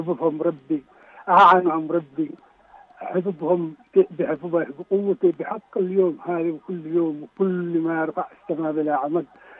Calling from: Taiz, Taiz Governorate, Yemen; تعز العز.

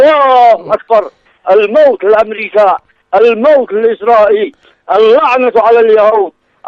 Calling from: Sanaa, Amanat Al Asimah, Yemen; من صنعاء.

